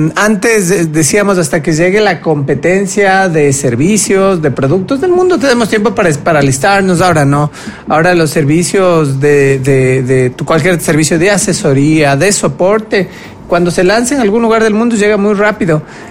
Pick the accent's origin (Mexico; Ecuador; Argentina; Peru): Ecuador; nuestro rol como ecuatorianos